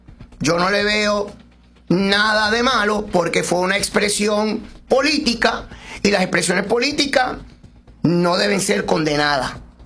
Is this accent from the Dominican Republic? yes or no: yes; Dominican Republic; yo como dominicano